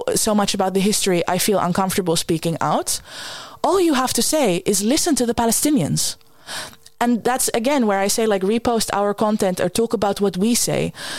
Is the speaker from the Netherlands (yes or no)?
yes; Netherlands; I just as a sidebar, I grew up in the Netherlands where opinions are sacred.